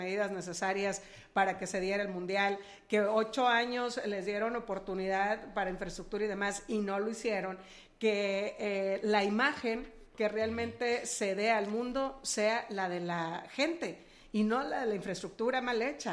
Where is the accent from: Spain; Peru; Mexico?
Mexico